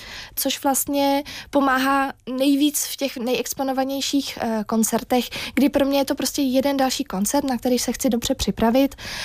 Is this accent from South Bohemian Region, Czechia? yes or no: no; Prague, Czechia; A já pocházím z Prahy, takže pro mě vlastně ta vysněná meta byl pražský orchestr.